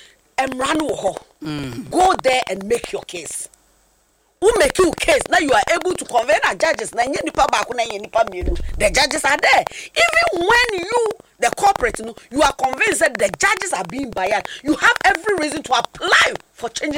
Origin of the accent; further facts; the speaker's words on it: Ghana; And then, again, as a Ghanaian